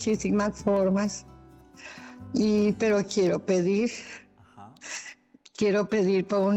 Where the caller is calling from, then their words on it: Manzanillo, Colima, Mexico; Hablo de Manzanillo, Colima.